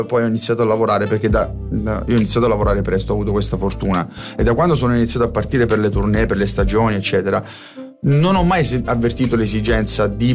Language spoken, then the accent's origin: Italian; Carovigno, Apulia, Italy; born there; Carovigno. Mi piace nominare il mio paese